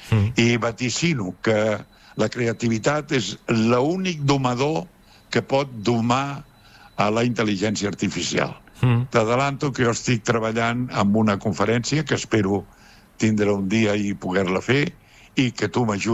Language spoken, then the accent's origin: Catalan; Sant Joan de les Abadeses, Catalonia, Spain; el meu poble, que és Sant Joan de les Abadeses